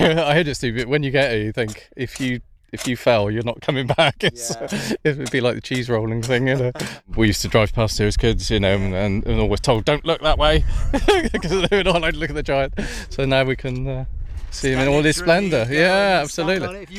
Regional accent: Chippenham, South West England, United Kingdom; I'm from Chippenham.

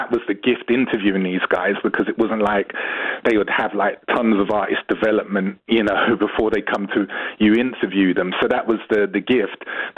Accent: London, United Kingdom; born there; I'm a London-born guy of Jamaican heritage.

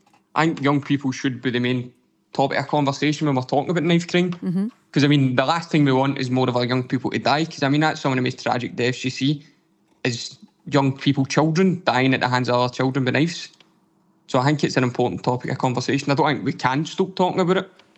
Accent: Glasgow, Scotland, United Kingdom; I've been a young person in the communities myself growing up in East End of Glasgow

